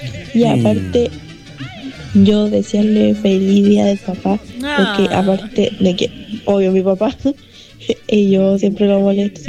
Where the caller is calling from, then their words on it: Linares, Maule, Chile; de Linares